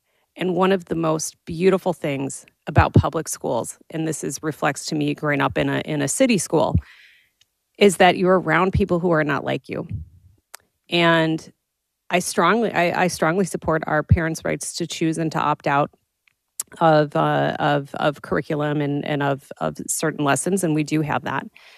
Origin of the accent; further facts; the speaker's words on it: Milwaukee, Wisconsin, United States; moved away; I grew up in Milwaukee, Wisconsin, if you couldn't tell by my accent.